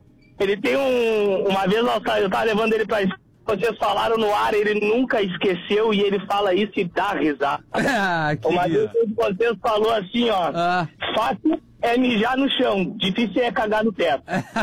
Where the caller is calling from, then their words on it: Pelotas, Rio Grande do Sul, Brazil; Eu sou de Pelotas, Rio Grande do Sul.